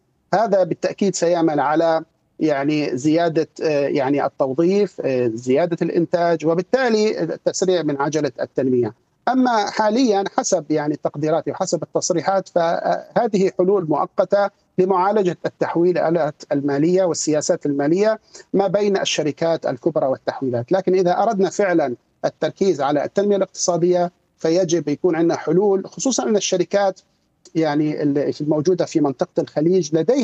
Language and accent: Arabic; Syria; now in Kuwait; انا كمغترب سوري مقيم في الكويت